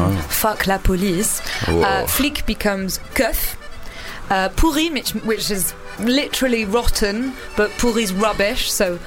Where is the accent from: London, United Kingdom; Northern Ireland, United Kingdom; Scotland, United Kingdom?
London, United Kingdom; born there; I went to a French school in London, and so I am bilingual